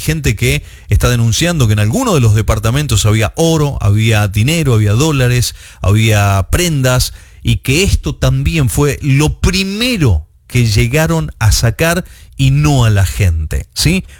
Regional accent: Argentina; yo soy argentino

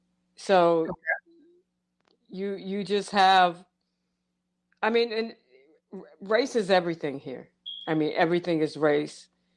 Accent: St. Louis, Missouri, United States; I mean, it's in St. Louis County, but this is all St. Louis.

